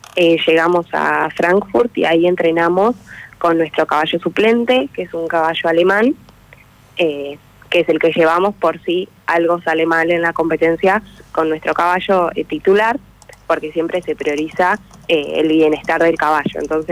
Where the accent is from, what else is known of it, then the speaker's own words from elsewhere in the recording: Mar del Plata, Buenos Aires Province, Argentina; Somos yo de Mar del Plata, 4 chicas de Buenos Aires y un chico de La Rioja